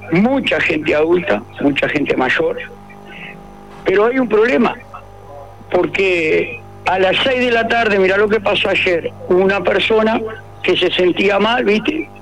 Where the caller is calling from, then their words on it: Maldonado, Uruguay; como soy de Maldonado